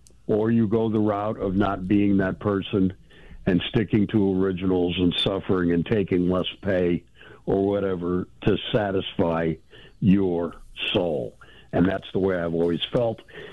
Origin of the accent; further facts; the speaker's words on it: New York, United States; Back in the days when I grew up in New York